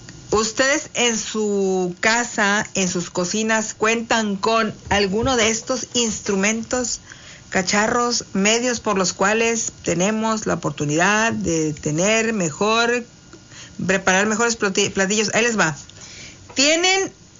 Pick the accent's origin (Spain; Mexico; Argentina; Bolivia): Mexico; somos unos mexicanos que tenemos en nuestras cocinas toda nuestra historia ancestral ahí metidos.